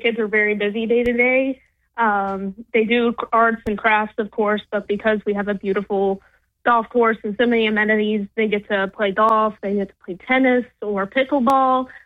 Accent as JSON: {"language": "English", "region": "Georgia", "country": "United States", "tie": "born or raised there", "said": "I am not. I was born and raised in Georgia, in North Georgia, up by the mountains."}